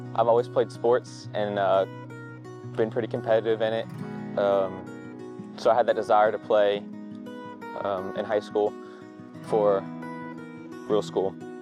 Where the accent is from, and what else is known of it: Louisiana, United States